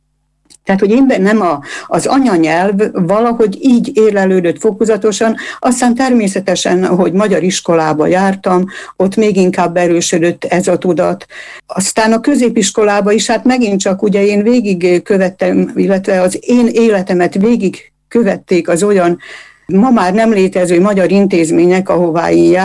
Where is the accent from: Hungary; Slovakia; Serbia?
Slovakia; Štitáre, Nitra Region; born or raised there; first language Hungarian; moved away; also born or lived in Bratislava